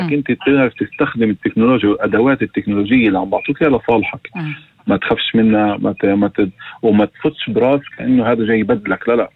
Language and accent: Arabic; Northern District, Israel; now in Haifa, Israel; انا ابن الشمال وساكن بحيفا, فانا لحالي ساكن بعيد عن اهلي